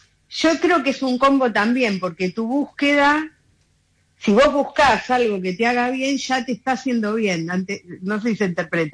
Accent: Buenos Aires, Argentina; moved away; yo soy del Bajo Flores.

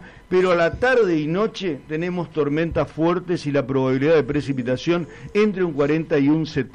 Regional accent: Puerto Tirol, Chaco, Argentina; como gente de Puerto Tirol, nacido, criado hace 63 años allí.

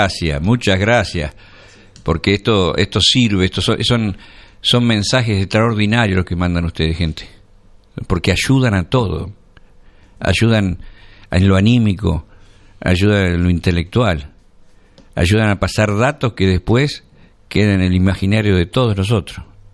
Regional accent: Argentina; ¿Con qué poquito somos felices los argentinos?

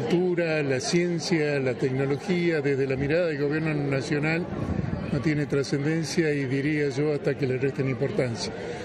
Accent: Argentina; como nos merecemos todos los argentinos

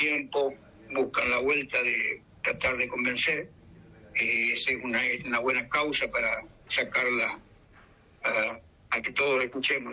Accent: Argentina; estoy hablando como combatiente y como como argentino.

